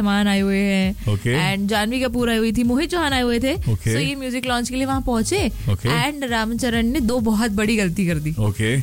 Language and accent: Hindi; Bhopal, Madhya Pradesh, India; moved away; हमारे भोपाल में